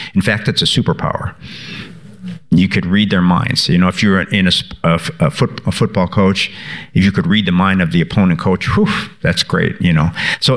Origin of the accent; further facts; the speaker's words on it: Chicago, Illinois, United States; I grew up in Chicago on the South Side, and there was a very male-centered time.